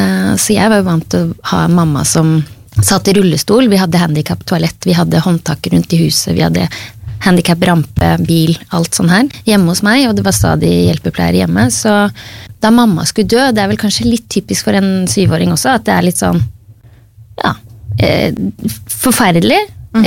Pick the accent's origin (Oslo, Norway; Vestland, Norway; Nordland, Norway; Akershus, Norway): Oslo, Norway; jeg vokste opp i Oslo, og de begge nordlendinger.